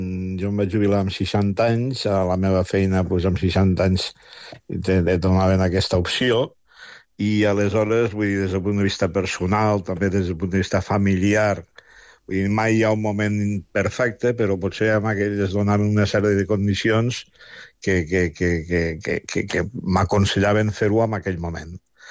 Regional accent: Lleida, Catalonia, Spain; Pensa que és, jo sóc de Lleida, que vaig conèixer el mar molt tard. Però vaig venir a estudiar a Barcelona

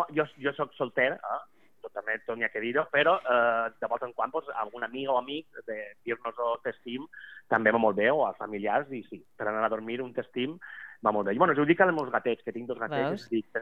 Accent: Albaida, Valencian Community, Spain; no només el meu poble, sinó tota aquesta contornada de les comarques centrals del País Valencià, és una meravella i convida que passeu per allà. I al meu poble heu de visitar, si anau al Baida, el Museu Internacional de Titelles

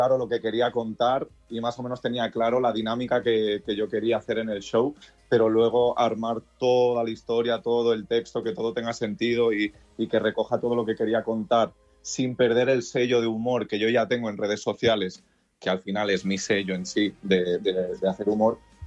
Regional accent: Balearic Islands, Spain; moved away as an adult; now in Madrid, Spain

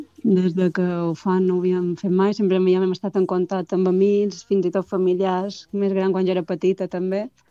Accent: Bunyola, Balearic Islands, Spain; ja havia estat també l'any passat a Bunyola, nosaltres som de Bunyola i mos coneixíem.

